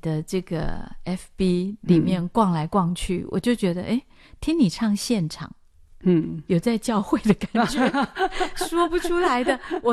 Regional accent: Taiwan

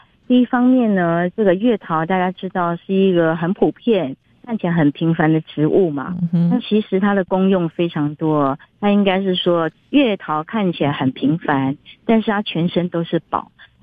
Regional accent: southern Taiwan, Taiwan; 因为我们是南部人嘛，南部人，

